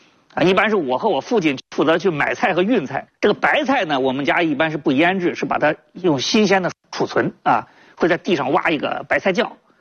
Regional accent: Shijiazhuang, Hebei, China; 我老家是河北石家庄的，典型的北方

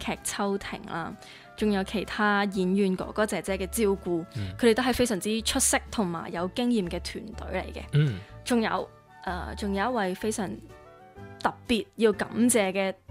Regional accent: Macau; 我同麦思玉一样都是土生土长的澳门人跟住

